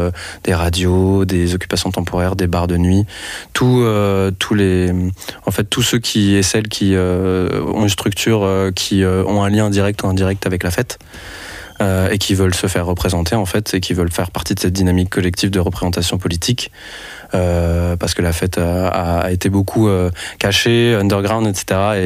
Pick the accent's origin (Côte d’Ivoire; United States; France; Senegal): France; Lyon, Auvergne-Rhône-Alpes; moved away as an adult; now in Brussels, Belgium; moi, je suis français, je suis d'origine, je viens de Lyon.